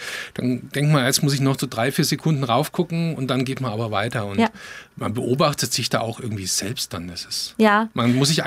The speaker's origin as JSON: {"language": "German", "area": "Tauber Valley", "region": "Baden-Württemberg", "country": "Germany", "tie": "born or raised there", "said": "Also ich komme aus dem Taubertal, aus einem kleinen Ort"}